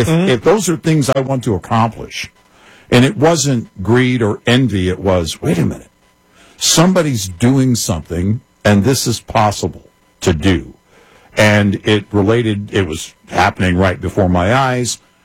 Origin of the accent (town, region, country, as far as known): Scotland, United Kingdom